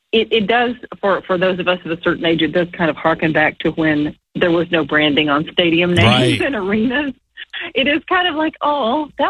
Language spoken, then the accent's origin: English; the South, United States; I mean, I'm from the South, and down there it's football.